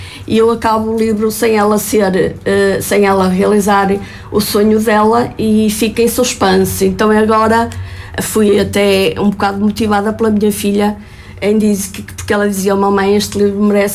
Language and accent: Portuguese; Espinho, Aveiro, Portugal; now in Cortegaça, Portugal; Estou lá a viver há 30 anos, vim do Conselho de Espinho, e quando cheguei a Cortegaça fiquei fascinada.